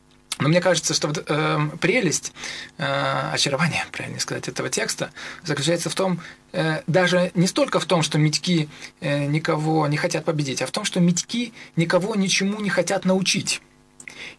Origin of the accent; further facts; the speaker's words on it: Saint Petersburg, Russia; Хотя с митьковской культурой я, как петербуржец, я знаком.